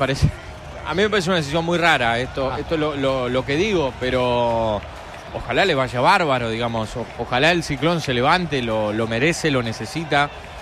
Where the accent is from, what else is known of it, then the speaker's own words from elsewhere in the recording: Paraguay; Mira, soy el más paraguayo de todos.